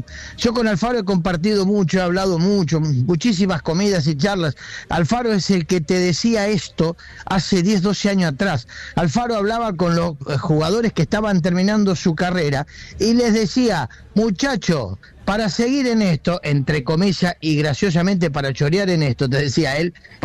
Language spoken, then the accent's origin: Spanish; Argentina; Todos, vos, yo, todos somos amantes del fútbol, somos argentinos.